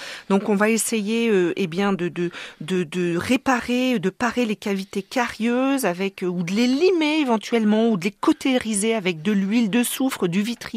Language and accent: French; France